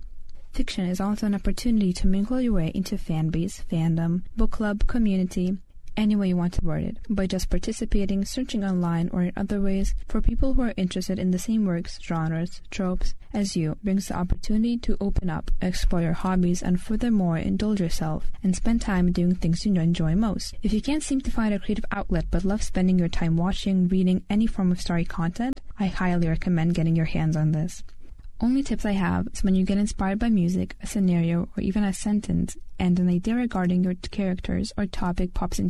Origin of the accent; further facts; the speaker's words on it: Lithuania; English is a second language